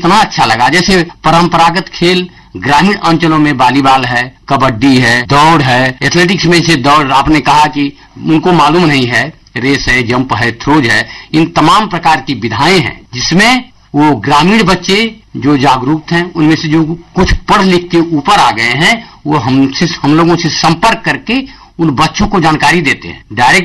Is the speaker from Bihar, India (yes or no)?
no; Dabariya, Uttar Pradesh, India; Basically मैं गांव का निवासी हूँ, चंदौली जिले में धानापुर एक जगह है, धानापुर में गांव है डबरिया, उस गांव का मैं मूल रूप से निवासी हूँ।